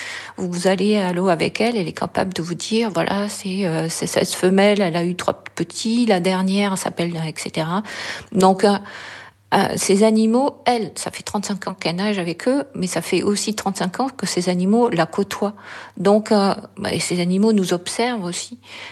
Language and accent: French; south of France, France; accent: southern French; comme moi, j'ai un accent du sud